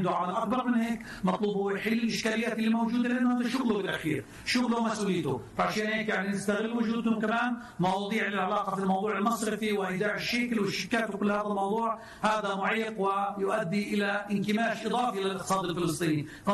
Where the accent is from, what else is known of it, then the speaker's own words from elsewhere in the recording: Palestine; انا كمواطن فلسطيني